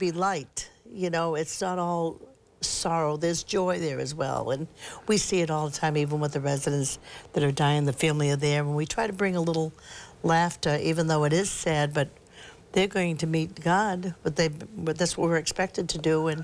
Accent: South Portland, Maine, United States; I'm from Portland, Maine, South Portland, Maine

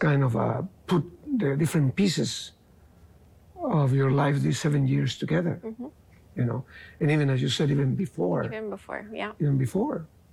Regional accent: San Luis Potosí, Mexico; moved away; my hometown. They had two schools where I lived, in Mexico, in San Luis Potosí.

